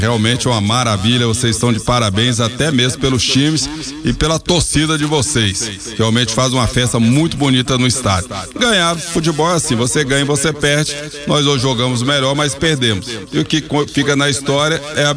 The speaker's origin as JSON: {"language": "Portuguese", "region": "Rio de Janeiro", "country": "Brazil", "said": "Eu sou carioca"}